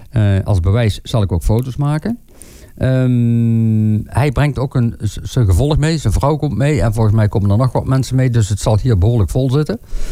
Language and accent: Dutch; Helmond, North Brabant, Netherlands; Hij zag dat ik uit Helmond kwam en dat wij in Helmond zitten.